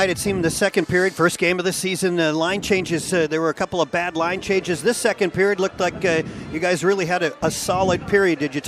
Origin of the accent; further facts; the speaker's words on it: Minneapolis, Minnesota, United States; Growing up in Minneapolis